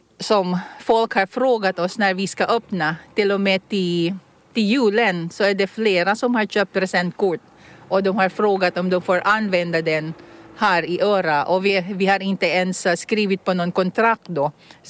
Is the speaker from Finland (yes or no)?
no; Philippines; first language Tagalog; Swedish is a second language; Lollo betyder morfar eller farfar i mitt språk, som är Tagalog. Jag kommer från Filippinerna.